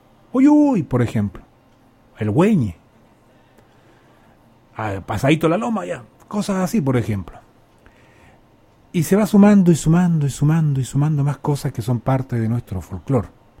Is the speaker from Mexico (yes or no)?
no; Chile; es lo que somos nosotros, en este caso como chilenos